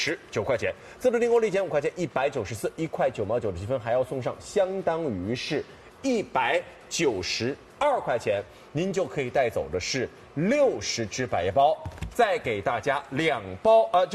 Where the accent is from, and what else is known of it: Shanghai, China